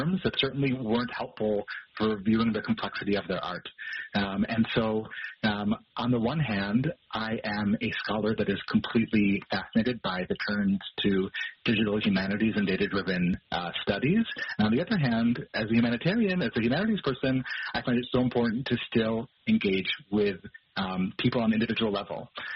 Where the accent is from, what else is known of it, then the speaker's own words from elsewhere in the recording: United States; moved away as an adult; now in Israel; I'm an American Aleta to Israel. I've been here a few years